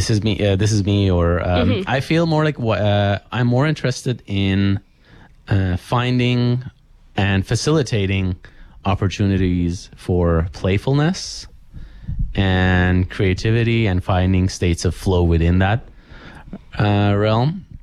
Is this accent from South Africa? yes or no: no; Tehran, Tehran Province, Iran; moved away; also born or lived in India; I grew up in Iran, in Tehran